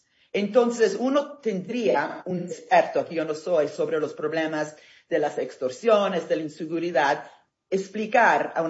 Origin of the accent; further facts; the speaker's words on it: Italy; Spanish is a second language; now in England, United Kingdom; Recordámonos que soy italiana, ¿no?